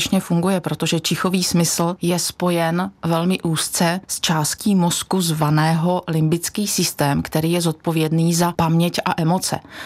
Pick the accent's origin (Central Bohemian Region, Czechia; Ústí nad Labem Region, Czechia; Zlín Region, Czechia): Zlín Region, Czechia; Strání; now in Beroun District, Czech Republic; pocházím z Moravského Slovácka, z vesničky Strání, která leží v Bílých Karpatech.